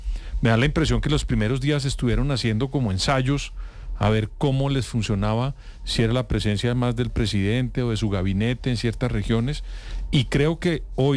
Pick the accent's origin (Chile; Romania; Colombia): Colombia; Lo que trato de decir es que yo como colombiano esperaría que frente al fenómeno del Niño